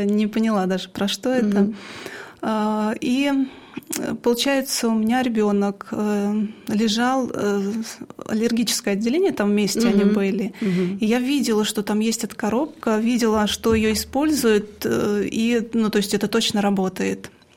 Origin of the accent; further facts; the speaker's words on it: Oryol, Oryol Oblast, Russia; у нас в Орле такого не было